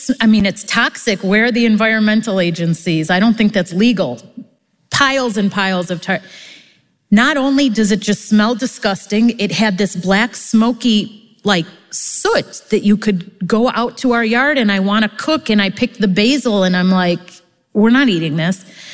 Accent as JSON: {"language": "English", "town": "Chicago", "region": "Illinois", "country": "United States", "tie": "born or raised there", "moved": "yes", "lives_now": "Israel", "said": "Growing up in Chicago, we had snow days. Living in the South, you have rocket days."}